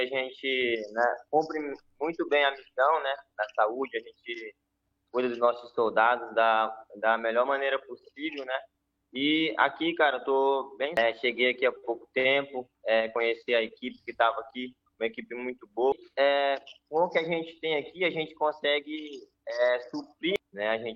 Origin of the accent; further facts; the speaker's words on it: Apuí, Amazonas, Brazil; moved away; Eu sou de Apuí, fica mais ao sul do Amazonas.